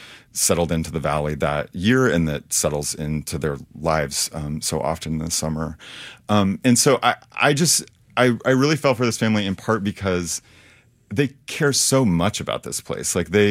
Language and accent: English; Great Plains, United States; also born or lived in East Coast; now in Oregon, United States; So I'm fairly new to Oregon and to this region. I moved from the East Coast a couple years ago. I grew up in the Great Plains.